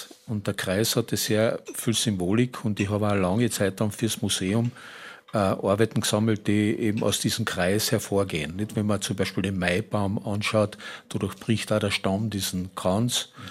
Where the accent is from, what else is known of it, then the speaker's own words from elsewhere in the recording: Klein St. Paul, Carinthia, Austria; also born or lived in Frankfurt; Klein St. Paul ist mein Heimatort. Also ich bin auch in diesem Ort geboren. Nicht im Krankenhaus, sondern ich bin noch zu Hause geboren.